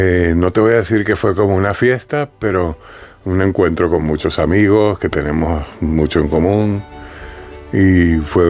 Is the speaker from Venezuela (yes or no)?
yes; Venezuela; also born or lived in England / Switzerland; now in Spain; yo soy venezolano y viví en Inglaterra y después en Suiza. En Suiza conocí a Roberto Jobbi